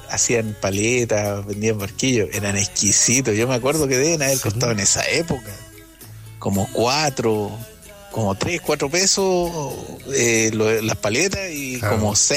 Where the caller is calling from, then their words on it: Vallenar, Atacama, Chile; de Vallenar.